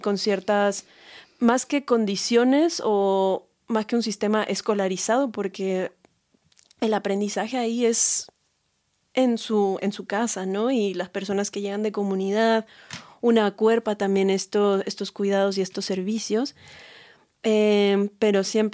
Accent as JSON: {"language": "Spanish", "region": "Mexico City", "country": "Mexico", "tie": "born or raised there", "said": "yo, por ejemplo, soy originaria de Ciudad de México"}